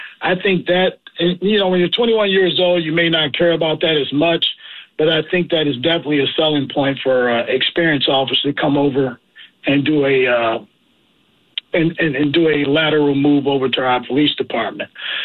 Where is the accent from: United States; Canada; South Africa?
United States; East St. Louis, Illinois; I grew up in East St. Louis, Illinois.